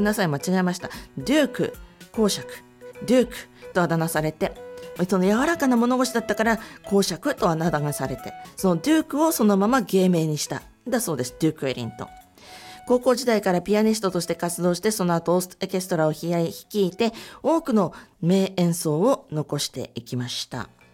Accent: Shizuoka, Japan; 私静岡の出身なもんですごい地震教育受けてるんですけど

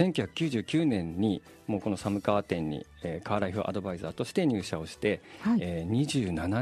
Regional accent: Nagoya, Aichi, Japan; born there; also born or lived in Matsumoto, Japan; 私は生まれは愛知県の名古屋市でして、うんうん、まあ、学生時代にですね、長野県松本市にいたこともあるんですけれども

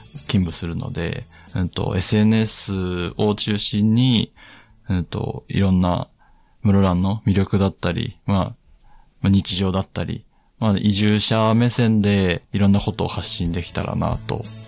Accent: Chitose, Hokkaido, Japan; also born or lived in Tokyo; now in Muroran, Japan; 北海道の千歳市出身です

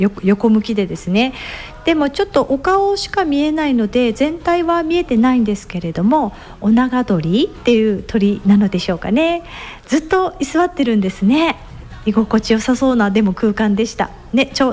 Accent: Gunma, Japan; 出身は群馬県でして、長野県との県境の山間地域でしたから

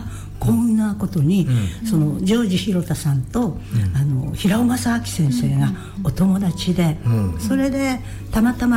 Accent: Sapporo, Hokkaido, Japan; うちのおばあちゃんね青森県出身なのね、うん、でお母ちゃんと私が札幌で生まれ育ったんですけれども

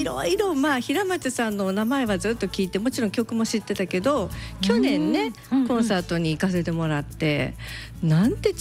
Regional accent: Toyonaka, Osaka, Japan; 私は大阪なんです。

